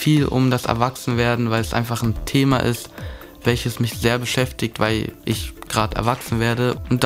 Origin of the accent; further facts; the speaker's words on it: Leipzig, Saxony, Germany; Also Leipzig ist meine Heimatstadt. Ich bin dort groß geworden. Ich bin dort aufgewachsen, habe alles dort erlebt. Ich liebe Leipzig komplett.